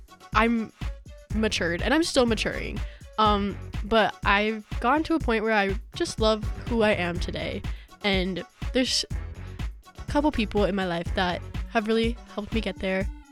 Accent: Houston, Texas, United States; now in Fort Collins, United States; I grew up in a very large suburb area in Houston.

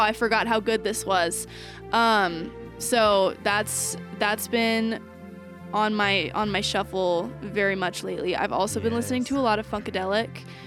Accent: East Coast, United States; also born or lived in Baltimore; This has been my biggest issue since moving here because I am from the East Coast. And there's a lot of good hardcore, especially in Baltimore, which is where I lived for a while before I moved to Annapolis.

